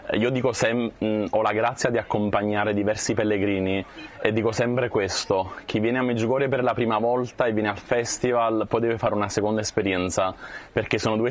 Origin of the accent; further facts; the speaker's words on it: Pompei, Campania, Italy; sono un seminarista e vengo da Pompei, è la mia diocesi, e sono qui a Medjugorje